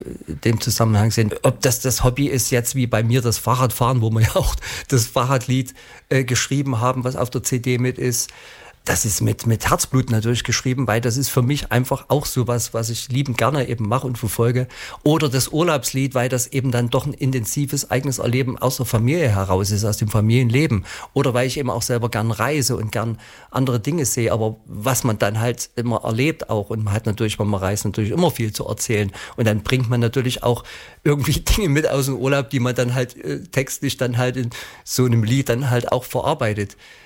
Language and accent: German; Plauen, Saxony, Germany; born or raised there; also born or lived in Chemnitz